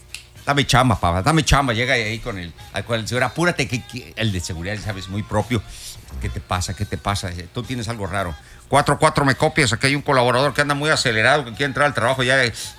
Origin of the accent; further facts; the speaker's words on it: Mexico; Así somos los mexicanos.